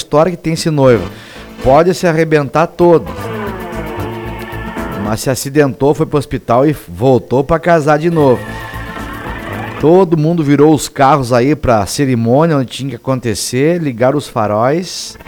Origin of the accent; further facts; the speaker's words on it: Francisco Beltrão, Paraná, Brazil; Eu, quando criança, me criei na Cidade Norte também